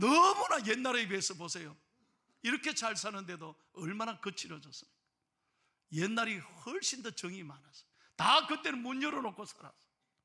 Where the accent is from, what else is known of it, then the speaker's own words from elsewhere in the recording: Busan, South Korea; 왜 내 고향 부산에서 있었던 이야기라서